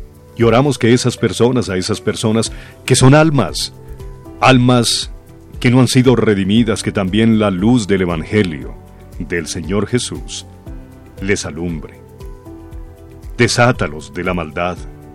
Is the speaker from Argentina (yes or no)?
no; Colombia; que nos amemos realmente como colombianos